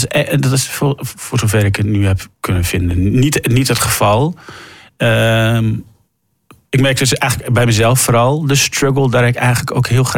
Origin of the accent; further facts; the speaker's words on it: Ter Apel, Groningen, Netherlands; Ik ben geboren en opgegroeid in Ter Apel.